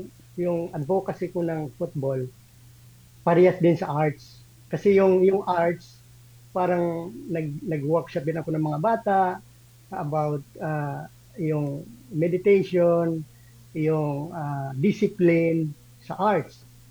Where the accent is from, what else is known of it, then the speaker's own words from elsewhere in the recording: Eastern Visayas, Philippines; moved away; Kasi doon ako sa probinsya nagsimula eh. Sa Samar, sa hometown ko.